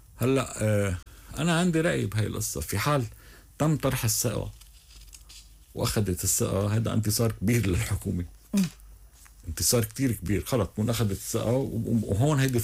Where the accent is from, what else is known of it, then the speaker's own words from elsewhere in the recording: Lebanon; نحن لبنانيين قبل ما نكون شيعة